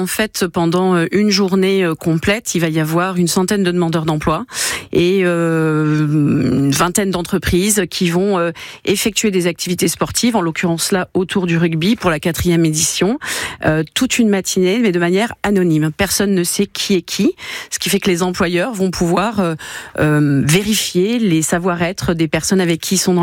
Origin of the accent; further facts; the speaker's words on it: South-West France, France; je suis originaire du Sud-Ouest